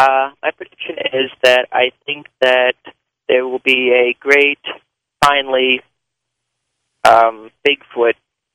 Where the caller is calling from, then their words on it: Cleveland, Ohio, United States; from Cleveland.